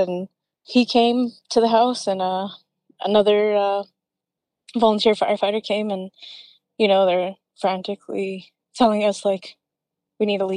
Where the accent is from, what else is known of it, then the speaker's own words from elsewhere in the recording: Penticton, British Columbia, Canada; We're both from large families. I'm originally from Penticton, and my home community is Penticton Indian Band, and my partner's home community is Okanagan Indian Band.